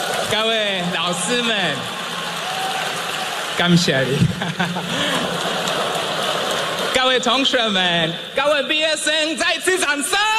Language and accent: Chinese; Kigoma, Tanzania; 我出生在坦桑尼亚的山区，一个靠近贡北国家公园的小村落。那里是珍古的博士研究野生黑猩猩的地方，也是我的生命的起点。我在一个贫穷家庭长大